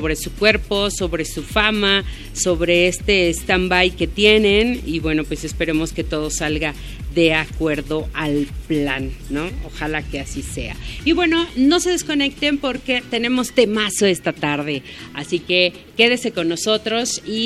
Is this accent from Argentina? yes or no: no; Mexico; muy pocos somos los mexicanos